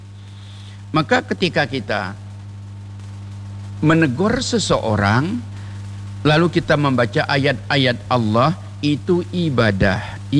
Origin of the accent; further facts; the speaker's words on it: Bangka Belitung Islands, Indonesia; kami juga orang Bangka, masih jauh, tapi kita senang melihat